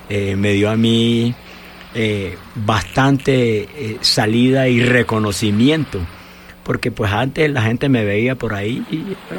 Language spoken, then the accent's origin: Spanish; Chocó, Colombia; en mi región, en mi Chocó querido, que lo amo y lo quiero tanto.